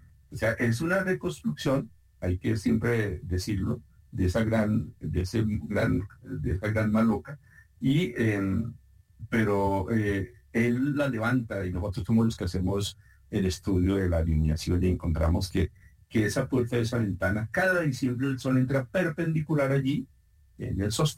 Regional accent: Sogamoso, Boyacá, Colombia; born there; Yo tengo el honor de ser de Sogamoso, nací en Sogamoso, por eso también soy muy solar

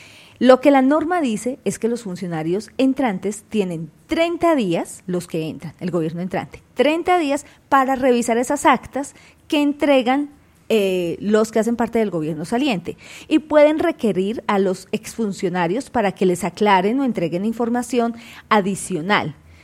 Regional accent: Colombia; somos todos los colombianos

